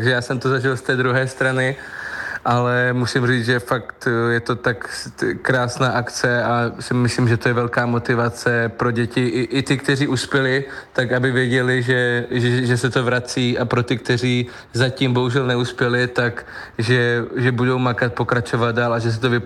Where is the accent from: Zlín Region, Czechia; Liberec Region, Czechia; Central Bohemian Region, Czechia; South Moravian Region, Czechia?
Zlín Region, Czechia; že jsem mohl nést vlajku ještě za Zlínský kraj, jsem hrdý na to, odkud pocházím